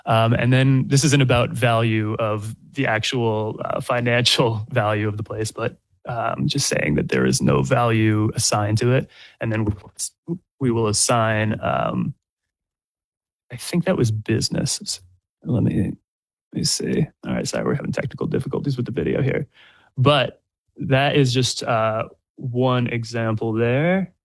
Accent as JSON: {"language": "English", "town": "Providence", "region": "Rhode Island", "country": "United States", "tie": "born or raised there", "said": "and that's my hometown right there, Providence, Rhode Island."}